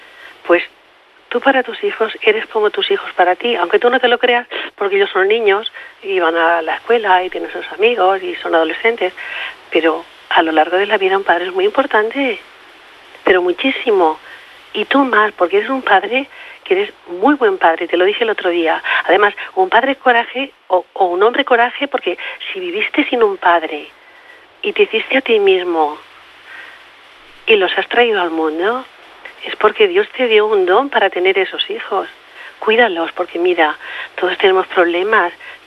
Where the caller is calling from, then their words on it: Cerdanyola del Vallès, Catalonia, Spain; Yo fui la señora que te dije que vivía al lado tuyo, vivo en Sardañola.